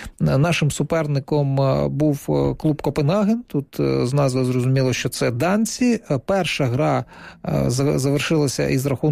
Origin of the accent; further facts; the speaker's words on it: Donetsk, Donetsk Oblast, Ukraine; Я з Донецька, але це не той випадок. Я, звичайно, вболіваю за «Шахтар» впродовж свого життя